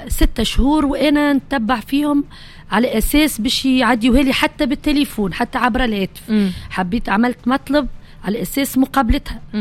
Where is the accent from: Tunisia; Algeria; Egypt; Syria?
Tunisia; أنا فنانة تونسية. دمي تونسي. لبستي جبة تونسية. ما هي جبة زيرية. كلامي تونسي،